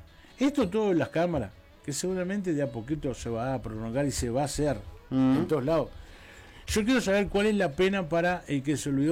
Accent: Uruguay; Somos uruguayos, doctor.

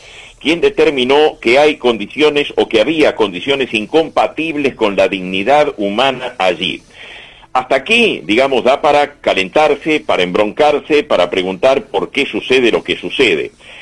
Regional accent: Uruguay; como uruguayo soy y Uruguay me interesa

